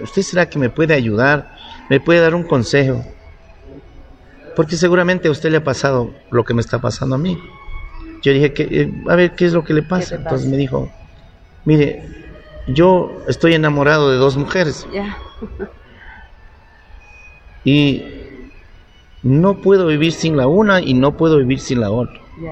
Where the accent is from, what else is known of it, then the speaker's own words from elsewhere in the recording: Cali, Valle del Cauca, Colombia; Yo soy nacido aquí en Cali, soy valluno, pero mis padres son de Nariño.